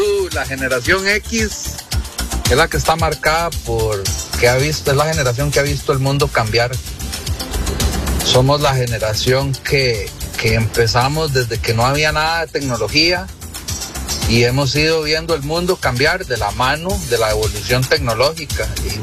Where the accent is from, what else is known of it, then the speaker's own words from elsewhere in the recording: San José, Costa Rica; born there; also born or lived in Valle de la Estrella, Limón, Costa Rica; Yo la mitad de mi adolescencia la viví acá en San José, con todas las comodidades que habían acá en San José, y la segunda mitad me tocó vivirla en el Valle de la Estrella, con todas las dificultades que implica vivir en un lugar rural, en un lugar alejado